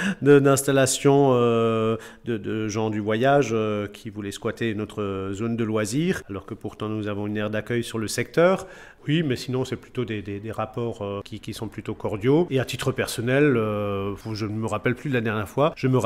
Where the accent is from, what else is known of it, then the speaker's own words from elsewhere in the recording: Matzenheim, Grand Est, France; j'ai 46 ans cette année. Voilà, je suis natif de Matzenheim.